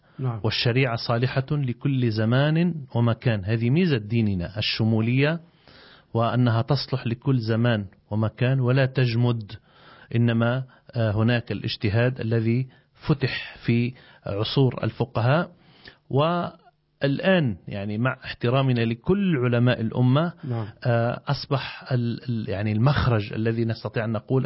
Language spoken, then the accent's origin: Arabic; Lebanon; نحن في لبنان بالمجمل الاعتماد على المذهب الحنفي والمذهب الشافعي